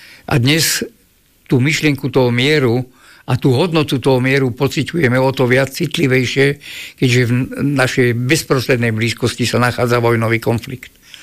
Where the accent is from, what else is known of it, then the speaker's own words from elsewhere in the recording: Bratislava, Bratislava Region, Slovakia; Tak predovšetkým ako Bratislavčan hovorím dobre maďarsky a nemecky. V škole sme sa naučili rusky a ako samouk som sa naučil anglicky.